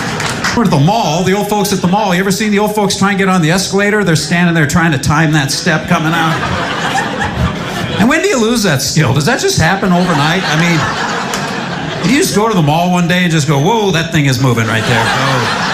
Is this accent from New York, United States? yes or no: no; Seattle, Washington, United States; I'm from Seattle, marijuana is now legal.